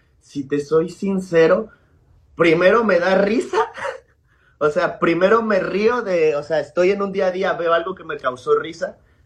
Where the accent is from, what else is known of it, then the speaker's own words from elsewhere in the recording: Veracruz, Mexico; Soy mexicano, lo más importante, soy cristiano. Vivo acá en Veracruz, en un estado que se llama Veracruz, es del puerto, soy porteño directamente.